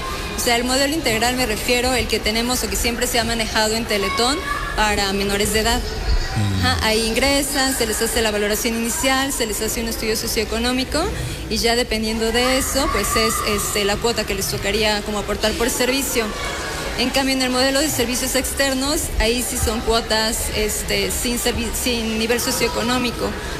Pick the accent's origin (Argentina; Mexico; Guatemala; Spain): Mexico; Cuernavaca, Morelos; now in Puebla, Mexico; No, yo soy de Cuernavaca, Morelos.